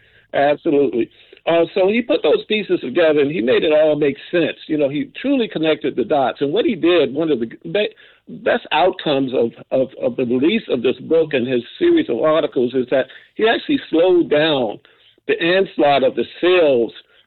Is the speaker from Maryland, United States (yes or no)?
yes; Baltimore, Maryland, United States; born there; I'm from Baltimore originally. I was born in Providence Hospital on Liberty Heights Avenue and proud of it. I'm here in Baltimore now with my family.